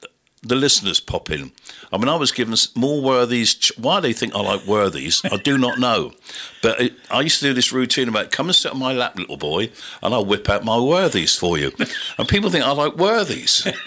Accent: Portsmouth, South East England, United Kingdom; Because I come from Buckland.

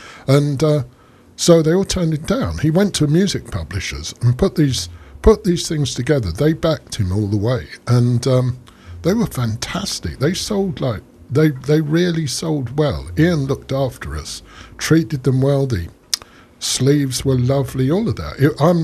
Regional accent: London, United Kingdom; I grew up in North London, in Hornsey. Went to school in Hornsey, in Crouch End, when before it was gentrified, really.

